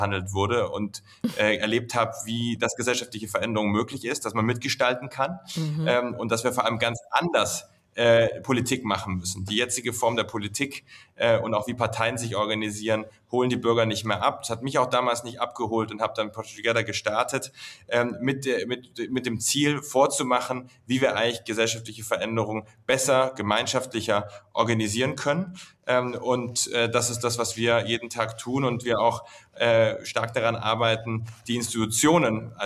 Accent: Munich, Bavaria, Germany; Ich komme aus München und wurde da sehr geprägt auch durch katholische Jugendarbeit

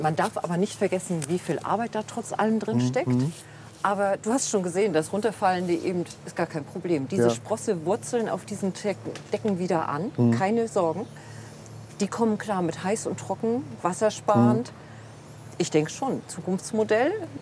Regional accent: Hamburg, Germany; Also ich komme aus dem Hamburger Raum, nasse, matschige Winter.

